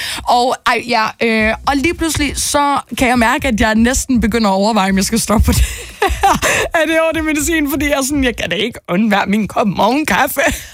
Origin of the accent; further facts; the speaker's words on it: Jutland, Denmark; jeg er jyde, og jeg er nærig.